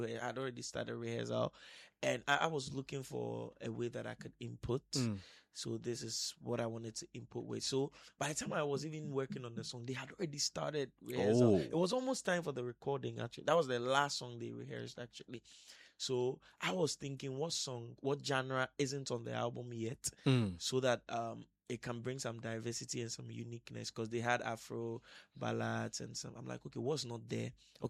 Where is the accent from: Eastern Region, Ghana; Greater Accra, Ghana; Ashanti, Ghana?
Greater Accra, Ghana; Accra; So I grew up in Accra, around where the Alpha Hour Church is currently.